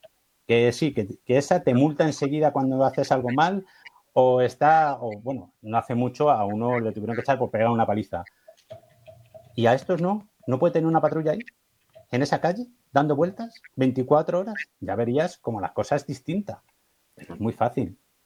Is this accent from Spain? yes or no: yes; Spain